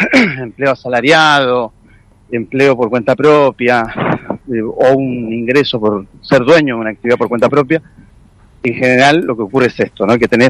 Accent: Argentina

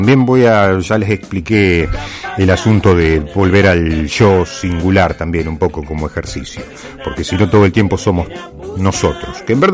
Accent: Argentina; Somos argentinos todos los días

